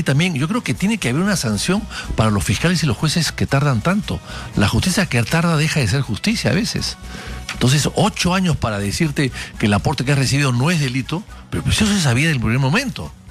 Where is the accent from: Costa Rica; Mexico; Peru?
Peru